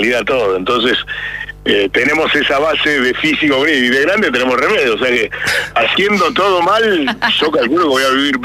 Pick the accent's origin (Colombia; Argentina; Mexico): Argentina; Neuquén; now in San Martín de los Andes, Argentina; somos 4 patagónicos